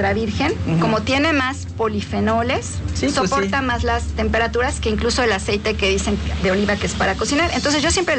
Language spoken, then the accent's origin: Spanish; Mexico; nosotros como mexicanos